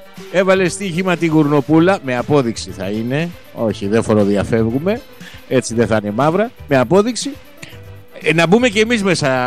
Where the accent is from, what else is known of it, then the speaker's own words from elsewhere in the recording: Western Greece, Greece; καλημέρα στην Αιτωλό Ακαρνανία, τη γενέτειρα, την πατρίδα μου, Αγρίνιο Μεσολόγγι.